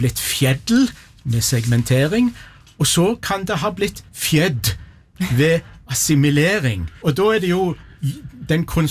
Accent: Rogaland, Norway; I at dette selvsagt ikke bare er et Rogalandsfenomen, men jeg brukte heimfylket mitt som eksempel i det innslaget for noen veger siden.

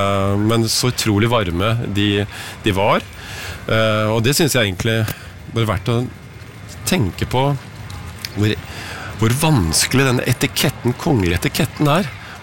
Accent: Porto, Porto District, Portugal; now in Norway; Altså, først må jeg si at vi vokste opp i Portugal, min søster og jeg, og min lille familie. Og da husker jeg egentlig at vi bodde ute i Porto, jeg gikk på en engelsk skole, og vi hadde forlatt Norge

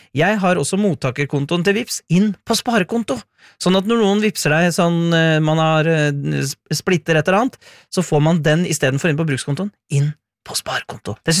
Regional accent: Hamar, Innlandet, Norway; jeg er jo fra Hamar-området

